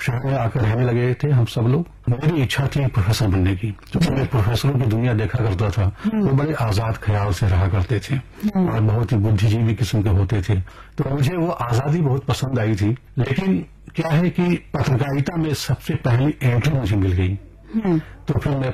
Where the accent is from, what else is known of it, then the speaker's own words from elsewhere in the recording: Bihar, India; born there; मेरा जन्म बिहार में हुआ है। बिहार का एक बहुत ही प्रसिद्ध जिला है